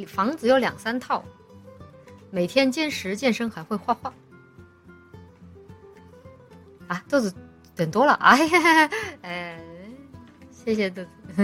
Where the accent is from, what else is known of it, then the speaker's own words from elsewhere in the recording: Northeast China, China; 哦，来自东北，我来自东北，没有说是东北的。